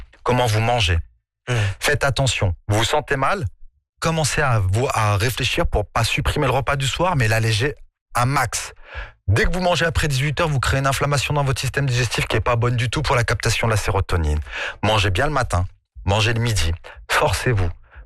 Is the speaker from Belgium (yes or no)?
no; Morocco; Vous allez vous dire que je suis suisse, mais non, je suis marocain, un maghrébi